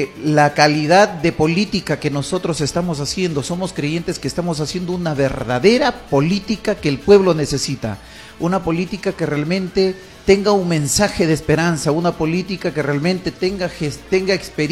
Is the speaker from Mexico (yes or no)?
no; Jaén, Cajamarca, Peru; el cariño que le tengo a mi pueblo, la provincia de Jaén